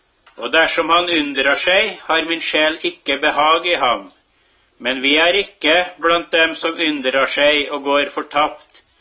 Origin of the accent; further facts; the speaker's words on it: Namsos, Trøndelag, Norway; Jeg kommer, som sagt, ifra Namsos i Nord-Trøndelag.